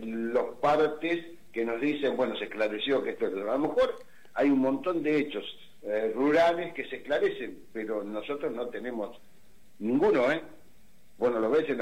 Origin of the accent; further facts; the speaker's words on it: Rafaela, Santa Fe, Argentina; de los rafaelinos que estuvimos en boca de todos a nivel nacional